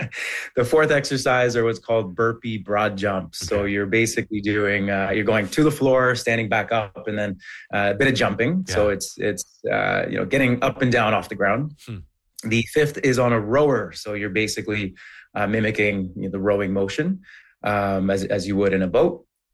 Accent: Ottawa, Ontario, Canada; it's great to have HYROX come to my hometown here in Ottawa.

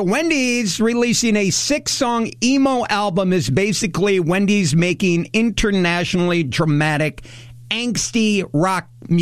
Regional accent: Peoria, Illinois, United States; I grew up in Peoria.

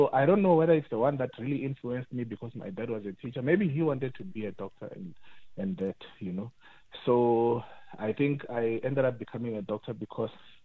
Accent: Limpopo, South Africa; I was born in Limpopo from a teenage mother, and we come from a place, a village, you know, and where there were not so much opportunities

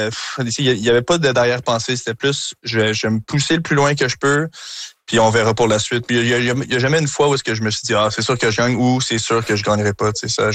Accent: Montreal, Quebec, Canada; je pense que vous le savez, je suis Montréalais dans l'âme

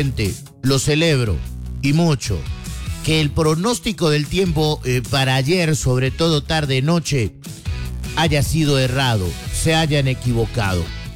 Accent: Guatemala City, Guatemala Department, Guatemala; vivimos muy cerca, crecimos allí en Caminal Juyú, ahí crecimos y nos conocemos los atajos, nos conocemos las calles

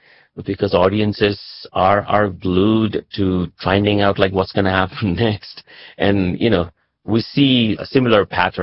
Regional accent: United States; I say this as a Nepali American, I'm an American citizen, was born and raised here.

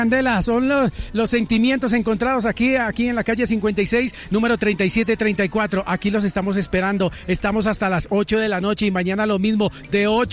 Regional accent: Colombia; con ese sentimiento que nos une como colombianos

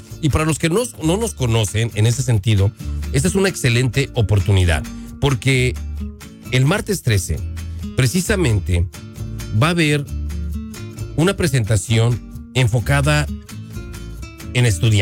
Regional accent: central Mexico, Mexico; Yo personalmente me siento identificado porque vengo de un estado con mucha tradición. O venimos del centro de México, Chelita, que también tú eres del centro de México.

